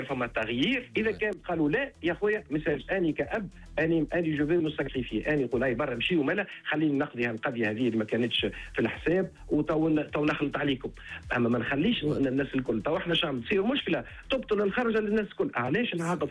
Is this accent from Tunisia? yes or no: yes; Tunisia; احنا راه تونسي